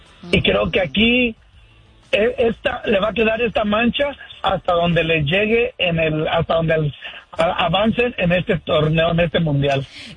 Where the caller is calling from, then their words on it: Sacramento, California, United States; Aquí del estado más bonito de la Unión Americana.